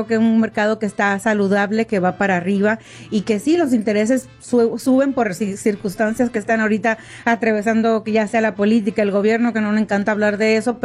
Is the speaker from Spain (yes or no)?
no; Dominican Republic; now in Arizona, United States; Siempre he vivido. Wow. Yo no soy la dominicana que típica que viene a Nueva York.